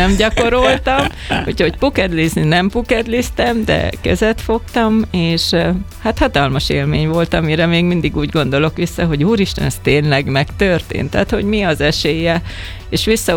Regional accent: Hungary; megosztottam velük, hogy magyar vagyok, büszkén, és beszélgettünk a magyar borokról

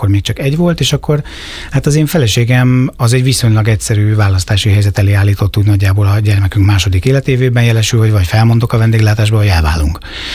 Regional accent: Zamárdi, Somogy, Hungary; élek az agglomerációban, de van balatoni kötődésem, nem is kevés, ugyanis én gyakorlatilag az egész gyerekkoromat a Balatonon töltöttem, praktikusan Zamárdiban, tehát a déli parton.

